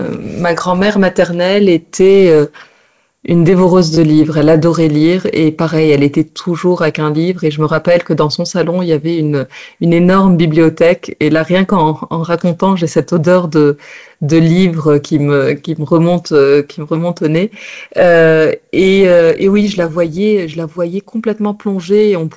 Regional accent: Tunisia; Les langues autour de moi, c'était le tunisien. J'ai grandi en Tunisie, c'était le tunisien et le français.

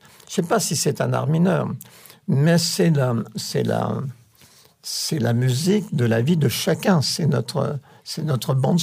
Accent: Grand Est, France; moved away; moi, je vis en Champagne.

